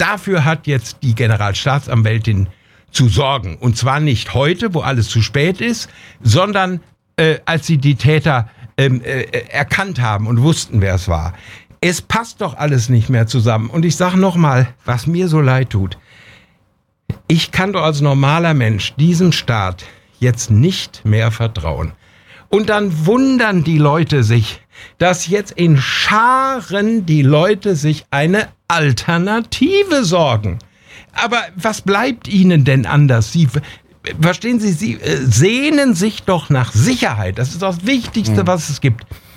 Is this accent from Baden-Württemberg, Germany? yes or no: no; Bad Oeynhausen, North Rhine-Westphalia, Germany; als der Junge, der Abiturient in Bad Oeynhausen in meiner Heimat, abgestochen worden ist. Da bin ich ja ausgeflippt hier. Es war meine Schule.